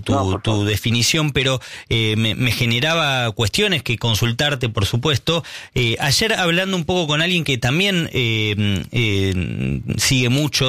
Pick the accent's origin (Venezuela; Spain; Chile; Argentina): Argentina; los argentinos